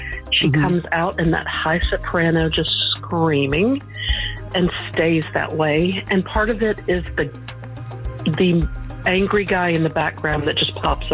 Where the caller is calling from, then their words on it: Cumming, Georgia, United States; I live in the big city of Cumming, Georgia.